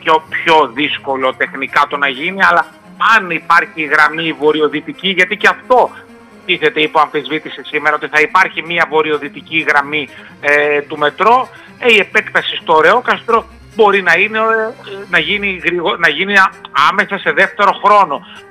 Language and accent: Greek; Thessaloniki, Central Macedonia, Greece; Έτσι είναι, θα είμαι στην πόλη μου. Θεωρώ ότι μπορώ να είμαι χρήσιμος για το ΠΑΣΟΚ και ότι χρειάζεται το ΠΑΣΟΚ περισσότερες φωνές στη Θεσσαλονίκη, ούτως ώστε να εκπροσωπηθούν οι πολίτες και τα πολλά προβλήματα της πόλης μας.